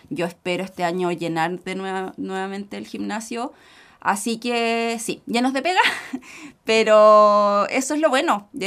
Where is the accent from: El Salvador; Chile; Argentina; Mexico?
Chile; Por supuesto que sí, y estamos todos como chilenos muy agradecidos.